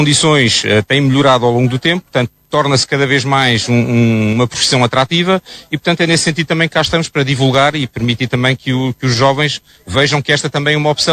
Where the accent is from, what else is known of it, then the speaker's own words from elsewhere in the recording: Arcos de Valdevez, Norte, Portugal; moved away as an adult; sendo um arcoense, portanto, filho também de pais imigrantes. Mas desde os 8 anos que estudei cá em Arcos de Valdevez